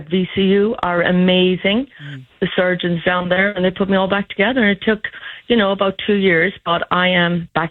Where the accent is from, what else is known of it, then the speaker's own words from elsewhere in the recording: Ireland; No, I'm Irish.